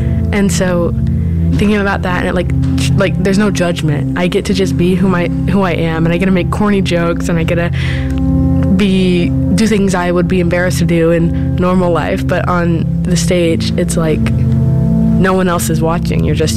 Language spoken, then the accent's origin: English; Indianapolis, Indiana, United States; I'm from Indianapolis.